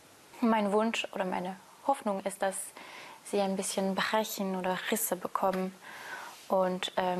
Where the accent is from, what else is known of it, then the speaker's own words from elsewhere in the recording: France; German is a second language; Ich bin 29. Ich komme aus Frankreich.